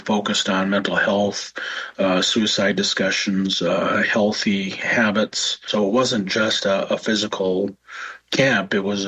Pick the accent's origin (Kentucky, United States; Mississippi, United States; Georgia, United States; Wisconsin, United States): Wisconsin, United States; Fond du Lac; I grew up as … So I'm from Fond du Lac.